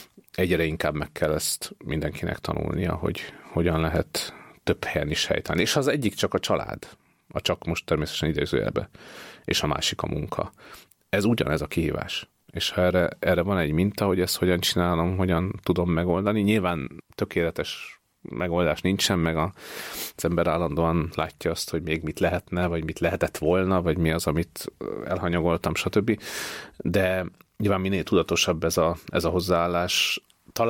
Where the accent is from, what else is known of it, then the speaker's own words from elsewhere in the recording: Sopron, Győr-Moson-Sopron, Hungary; moved away as an adult; a szülővárosomba kerültem iskolalelkésznek, és egy Sopron melletti településre, Harkára kerültem lelkésznek